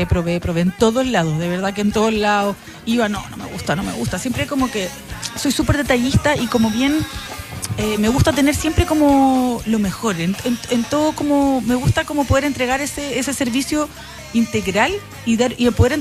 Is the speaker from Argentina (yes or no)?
no; Santiago, Santiago Metropolitan Region, Chile; now in Rancagua, Chile; yo que soy de Santiago.